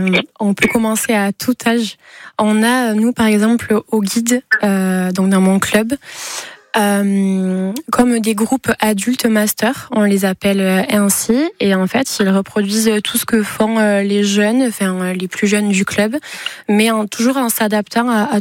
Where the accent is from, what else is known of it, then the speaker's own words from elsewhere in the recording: Nouvelle-Aquitaine, France; Eh bien moi je vis au Pays Basque depuis que je suis née finalement, j'ai une grande partie de ma famille qui est basque. J'ai été à l'Ikastola de l'école primaire au lycée, donc vraiment je parle basque, je vis au Pays Basque, je travaille au Pays